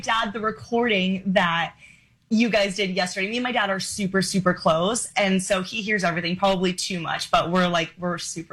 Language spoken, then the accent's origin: English; Arizona, United States; now in New York City, United States; I grew up in Arizona, so let's say you live in Arizona